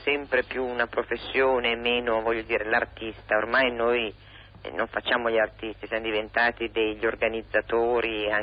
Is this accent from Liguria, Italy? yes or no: yes; Genoa, Liguria, Italy; born there; now in Milan, Italy; E io sono nata a Genova, però sono figlia di milanesi e vivo a Milano.